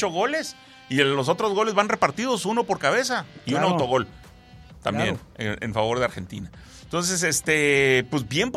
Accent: Mexico; Siendo yo mexicano, pues siempre voy con México, obvio.

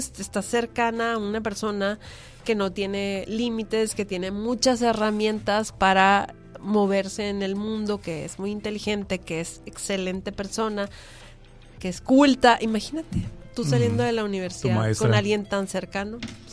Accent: Tijuana, Baja California, Mexico; also born or lived in Puebla; yo me acuerdo que yo no me quería regresar a Tijuana, pero me regresaron mis papás

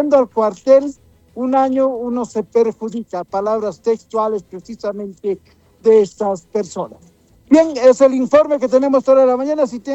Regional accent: Bolivia; somos bolivianos

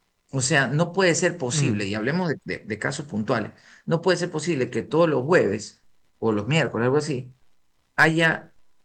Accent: Buena Fe, Los Ríos, Ecuador; moved away as an adult; now in Guayaquil, Ecuador; Yo soy de buena fe, de Los Ríos, pero yo viví ahí hasta los 19 y el resto de mi vida la he vivido acá. O sea, yo soy guayaquileño de todo lado

